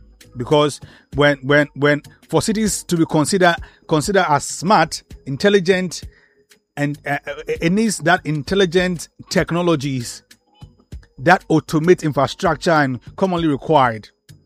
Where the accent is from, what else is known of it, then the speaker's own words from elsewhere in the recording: Ghana; So as a Ghanaian, when you go to Dubai, all you have to do is just download Dubai Now app.